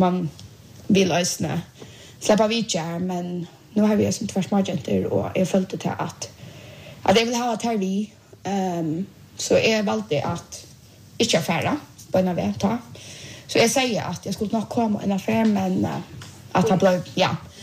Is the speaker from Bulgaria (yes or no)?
yes; Bulgaria; now in Sweden; Och jag är från Bulgaria, faktiskt bara vi här som är ifrån.